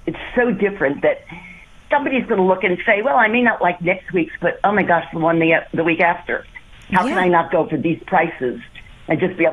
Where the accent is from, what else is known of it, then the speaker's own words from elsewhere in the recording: New York City, New York, United States; moved away; I remember growing up in New York City